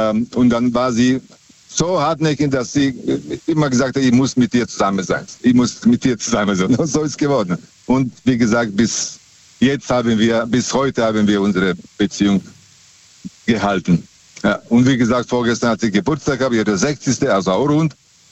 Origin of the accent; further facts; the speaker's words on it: Serbia; ich habe damals, ich komme aus Serbien, und ich habe damals am Busbahnhof gearbeitet.